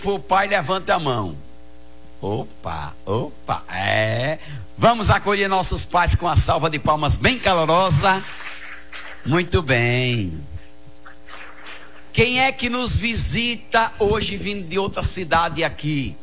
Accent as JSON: {"language": "Portuguese", "region": "Alagoas", "country": "Brazil", "said": "Eu sou alagoano, pertinho ali."}